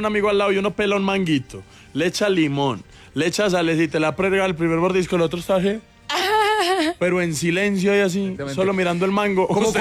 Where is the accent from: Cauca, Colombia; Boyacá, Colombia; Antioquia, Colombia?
Antioquia, Colombia; Sonsón; yo que soy de Sonsón, Antioquia